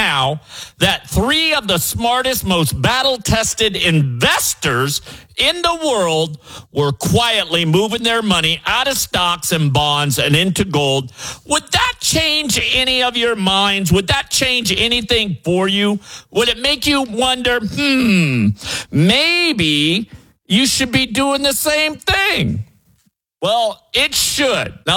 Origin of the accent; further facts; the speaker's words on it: Iowa, United States; over there in Minneapolis, Minnesota, from my hometown, Iowa.